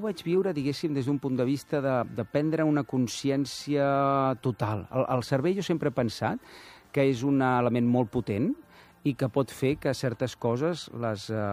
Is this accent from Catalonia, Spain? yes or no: yes; Barcelona, Catalonia, Spain; jo sempre dic que sóc del Poblenou abans que fos guai, que la gent descobrís que era guai